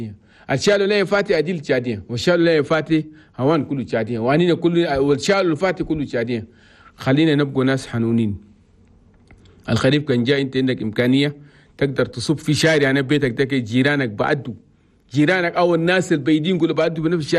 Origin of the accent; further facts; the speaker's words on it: Chad; انينا كلنا يالنا تشاد والله يحفظ بلدنا تشاد